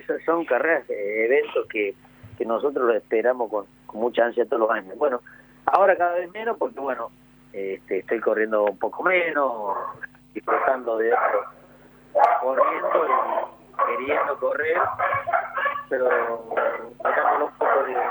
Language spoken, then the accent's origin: Spanish; Córdoba, Argentina; Yo soy hincha de Boca y soy cordobés y Contrera